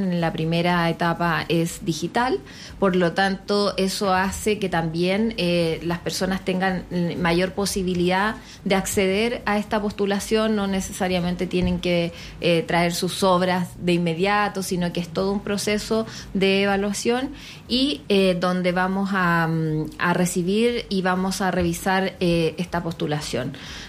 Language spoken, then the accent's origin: Spanish; Chile; cada identidad representa también lo que somos como chilenos en cada uno de los territorios.